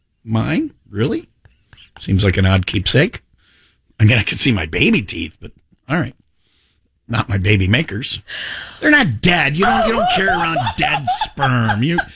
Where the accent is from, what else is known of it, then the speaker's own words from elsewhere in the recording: Ireland; I'm Irish, so you know, Irish yogurt.